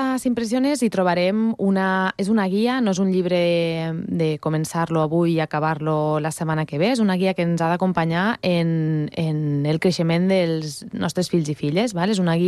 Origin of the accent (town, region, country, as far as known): Almenar, Catalonia, Spain; born or raised there